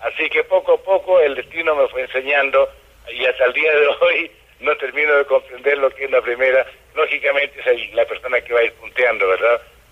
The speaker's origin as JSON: {"language": "Spanish", "town": "San Carlos", "region": "Ñuble", "country": "Chile", "tie": "born or raised there", "moved": "yes", "said": "yo nací en San Carlos, Chile, en la provincia de Ñuble."}